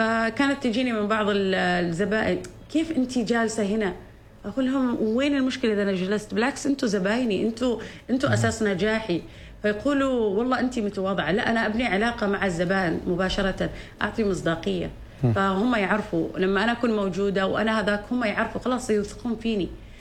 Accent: Oman; نحن يعني عماني في عماني،

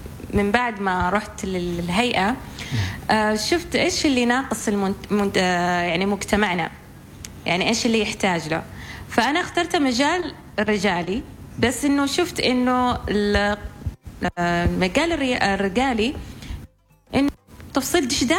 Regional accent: Oman; كوني أنا أساساً عمانية،

